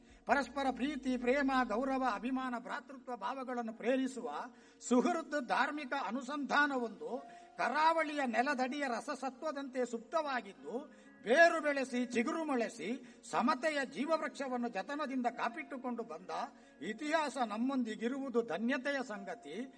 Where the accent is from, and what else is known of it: Karnataka, India; born or raised there